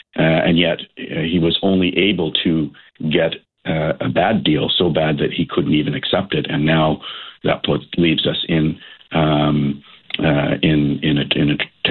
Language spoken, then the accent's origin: English; Canada; But what I will say as Canadian and as a member of the official opposition, we need a unified and stately approach.